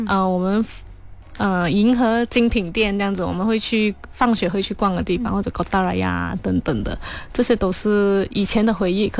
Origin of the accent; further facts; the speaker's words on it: Kuala Lumpur, Malaysia; 我自己是一个磁场街长大的孩子，我读中孔国中，然后放学溜达的地方就是磁场街的这个区嘛